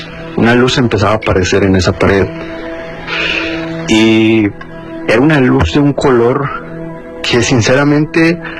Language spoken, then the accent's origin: Spanish; Monterrey, Nuevo León, Mexico; a mi ciudad de origen, de Monterrey